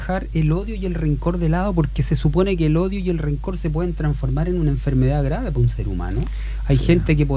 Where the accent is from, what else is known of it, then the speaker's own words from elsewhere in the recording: Chile; somos complejos los chilenos hoy día